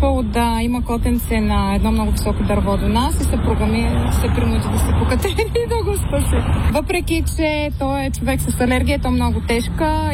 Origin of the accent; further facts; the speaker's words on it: Greece; От Гърция.